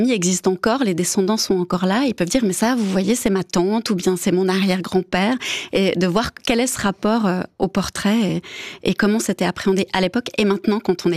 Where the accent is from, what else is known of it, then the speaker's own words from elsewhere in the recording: Biel/Bienne, Bern, Switzerland; also born or lived in Lausanne; now in Riviera, Switzerland; Donc je suis partie de Bienne, je suis arrivée à Lausanne, après je suis partie sur la Riviera, maintenant je vais un petit peu plus loin